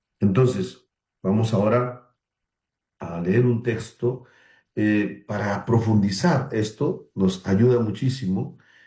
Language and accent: Spanish; Tumbes, Peru; mis paisanos, yo soy de Tumbes